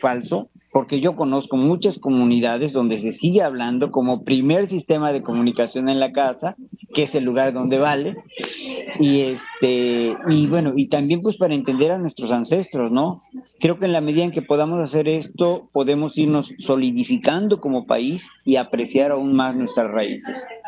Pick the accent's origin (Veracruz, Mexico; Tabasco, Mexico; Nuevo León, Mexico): Veracruz, Mexico; Papantla; born there; moved away; al estar de nuevo en Papantla, que es bueno donde yo nací, pues sentí la necesidad de aprender el idioma de una de las culturas pues de la que soy descendiente